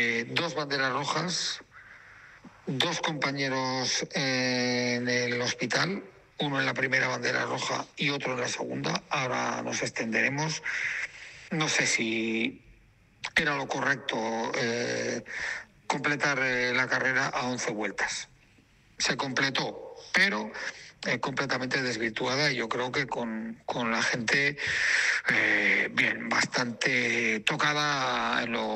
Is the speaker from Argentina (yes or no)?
no; Bilbao, Basque Country, Spain; soy de Bilbao y estoy acostumbrado a estas cosas